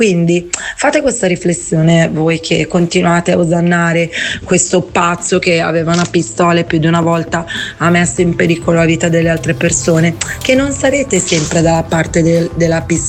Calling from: Monza, Lombardy, Italy; da Monza.

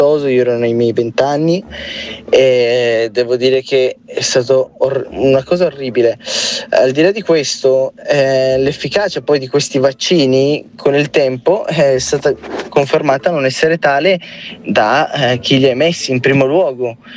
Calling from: Milan, Lombardy, Italy; da Milano.

